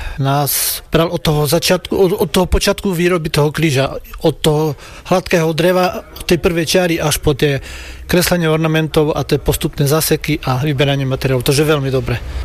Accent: Košice Region, Slovakia; som z Nalabukova, to je na Spiši, Dolný Spiš. Takže odtiaľ.

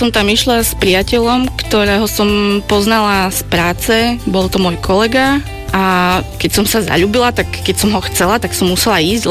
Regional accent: Kokšov-Bakša, Košice Region, Slovakia; moved away as an adult; also born or lived in Bratislava / Canada; now in Pezinok, Slovakia; pochádzam z Košíc, narodila som sa v Košiciach, ale vyrastala som v Kokšov-Bakši, je to dedina pri Košiciach, to je moje detstvo. Odišla som v 19. na do Bratislavy

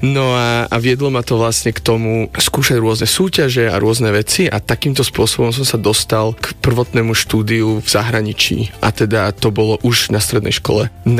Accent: Bratislava, Bratislava Region, Slovakia; ja som teda sa narodil na Kramároch, nie až tak ďaleko odtiaľ, to som rodený Bratislavčan. A tu som vlastne vyrastal na základnej škole v Ružinove

